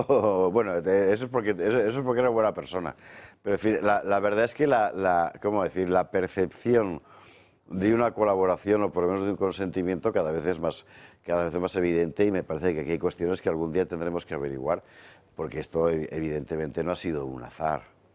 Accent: Spain; somos españoles y cristianos a pesar de todo

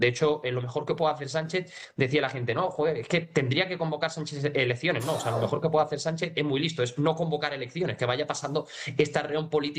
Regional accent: Tomares, Andalusia, Spain; born there; inclusive en la provincia de Sevilla, en mi pueblo, por ejemplo, en Tomares

